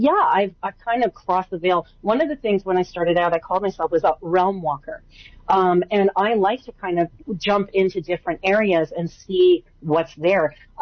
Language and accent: English; Canada; I'm Canadian, I'll still say that.